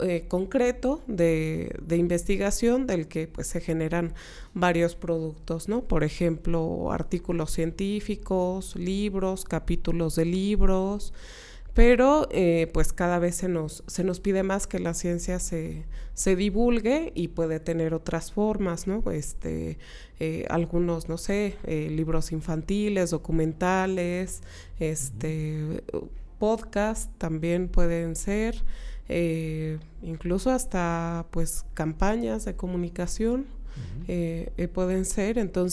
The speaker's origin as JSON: {"language": "Spanish", "town": "La Piedad", "region": "Michoacán", "country": "Mexico", "tie": "born or raised there", "said": "estar con la gente que quiero, en la ciudad de donde soy originaria"}